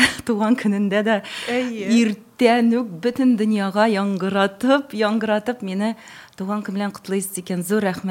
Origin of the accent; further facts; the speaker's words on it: Nizhnekamsk, Tatarstan, Russia; also born or lived in Kazan; Түбән Камада тудым, үстем. Һәм мине 9-нчы класстан соң Казанга юл тоттым.